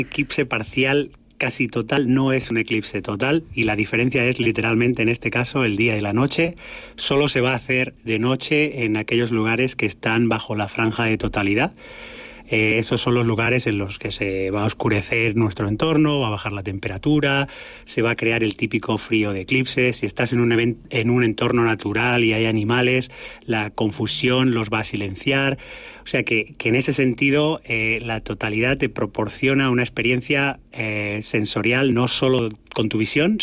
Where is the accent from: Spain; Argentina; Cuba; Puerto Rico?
Spain; Terrassa, Catalonia; a mí me hace mucha ilusión celebrar un evento de tal magnitud con mi gente aquí en mi casa, en mi país.